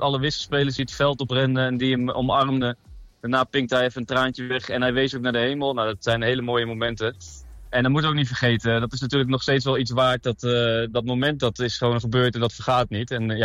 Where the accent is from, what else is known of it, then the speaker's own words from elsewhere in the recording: Hardenberg, Overijssel, Netherlands; now in Hilversum, Netherlands; In Hilversum wonen we nu. Ik ben opgegroeid in Hardenberg, maar we zijn nu een beetje verhuisd naar centraal van het land. En ik zit nu in Mexico